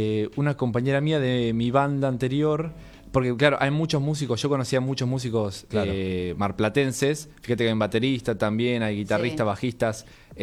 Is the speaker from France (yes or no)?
no; Mar del Plata, Buenos Aires Province, Argentina; moved away as an adult; now in Buenos Aires, Argentina; Yo soy de Mar del Plata, me mudé acá. Soy un nuevo porteño de hace 2 años.